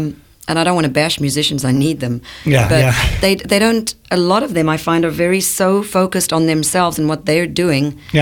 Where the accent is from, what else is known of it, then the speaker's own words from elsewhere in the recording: Pretoria, Gauteng, South Africa; moved away; also born or lived in Johannesburg; I was born in Johannesburg. I was raised in Pretoria, and my family kind of lives in Mpumalanga right now, which is near the Kruger Nationale Wildtuin. the Kruger National Park